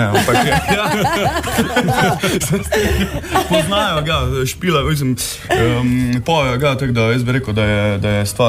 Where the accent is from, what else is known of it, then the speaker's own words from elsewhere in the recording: Styria, Slovenia; mi smo Štajerci, tak da malo, breko, tega nemškega pridihajo vsekakor v vsakih, breko, naših besedah.